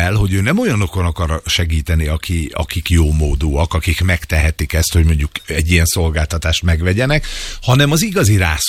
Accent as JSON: {"language": "Hungarian", "country": "Hungary", "said": "azért csak magyarok vagyunk, gyerekek."}